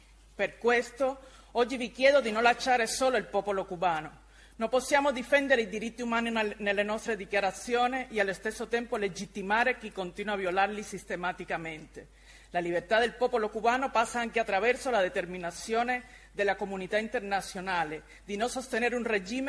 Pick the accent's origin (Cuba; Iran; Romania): Cuba; now in Italy; noi cubani